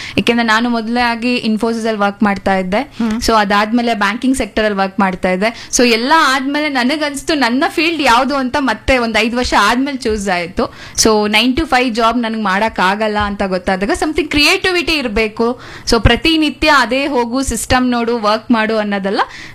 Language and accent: Kannada; Balehonnur, Karnataka, India; moved away as an adult; now in Bengaluru, India; ಚಿಕ್ಕಮಗಳೂರಿನ ಮಲ್ನಾಡಿನ ಹುಡುಗಿ ನಾನು. ಸೊ ಮೂಲತಃ ಬಾಳೆಹೊನ್ನೂರು, ಚಿಕ್ಕಮಗಳೂರು ಜಿಲ್ಲೆಯ ಬಾಳೆಹೊನ್ನೂರು ಅನ್ನೋ ಪುಟ್ಟ ಗ್ರಾಮದಿಂದ ಬಂದಿರೋದು. ಹಾಗೆ ಬೆಂಗಳೂರಲ್ಲಿ ಬಂದು ನನ್ನದೇ ಆದ ಒಂದು ಸಂಸ್ಥೆ ಮಾಡಿಕೊಂಡು ಈಗ ಕೆಲಸ ಮಾಡ್ತಾ ಇದ್ದೀನಿ.